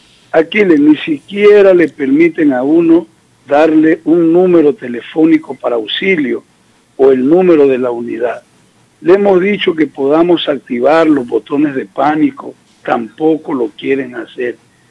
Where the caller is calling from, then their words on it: Esmeraldas, Ecuador; aquí en la Tolita